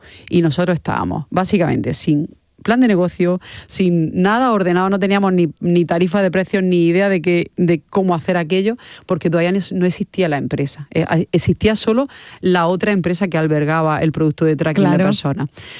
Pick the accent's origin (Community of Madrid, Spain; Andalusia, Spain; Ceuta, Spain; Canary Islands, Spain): Andalusia, Spain; Almería; nosotros somos de Almería